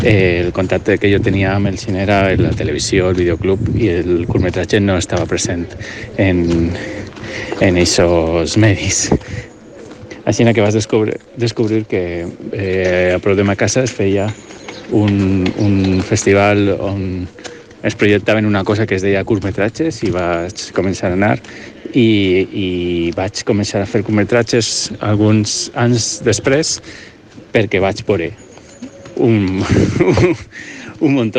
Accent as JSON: {"language": "Catalan", "town": "Elche", "region": "Valencian Community", "country": "Spain", "tie": "born or raised there", "said": "Bé, jo soc d'Elx"}